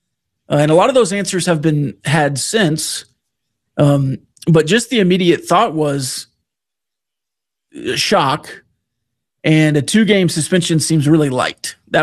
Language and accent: English; Lubbock, Texas, United States; I was born and raised in Lubbock.